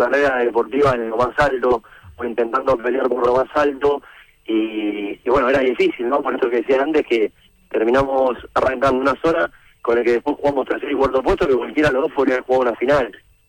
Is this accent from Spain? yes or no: no; Argentina; No, nosotros entendemos que, a ver, somos Argentina. El argentino por naturaleza es muy exitista, es una realidad.